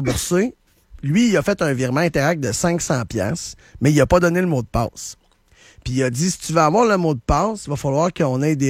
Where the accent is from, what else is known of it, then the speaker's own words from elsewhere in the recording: Montmagny, Quebec, Canada; Ben, il y a eu une époque où, tu sais, moi, j'ai grandi à Montmagny, puis on fumait la cigarette, là.